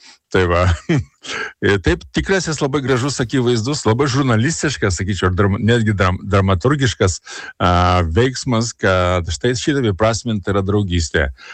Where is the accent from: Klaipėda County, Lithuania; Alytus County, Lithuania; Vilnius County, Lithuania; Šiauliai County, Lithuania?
Šiauliai County, Lithuania; Šiauliai; aš niekada neslėpiau, kad esu šiaulietis.